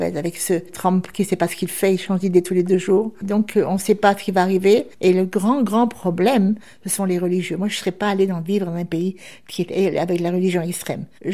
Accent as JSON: {"language": "French", "region": "northern France", "country": "France", "said": "alors que je venais du nord de la France où on n'avait rien à manger."}